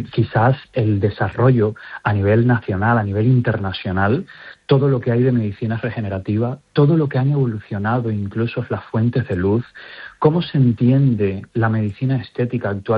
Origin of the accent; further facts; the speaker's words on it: Galicia, Spain; a nosotros, como gallegos